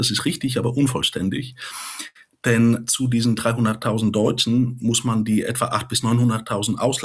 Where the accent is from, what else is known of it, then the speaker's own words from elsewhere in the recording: Bulgaria; unter anderem in meine Heimat Bulgarien